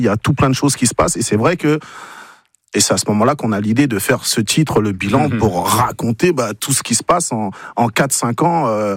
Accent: Sarcelles, Île-de-France, France; Nous, on a grandi à Gare Charcelles, banlieue parisienne, dans le 95.

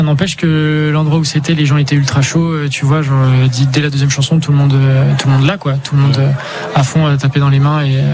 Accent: France; Oui, oui, je suis français, quoi.

